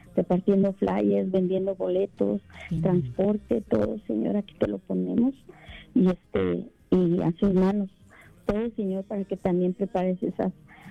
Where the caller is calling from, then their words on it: Indiana, United States; llamo de aquí de la 1110 AM, que es alrededor de Chicago y aquí en Hemon, Indiana.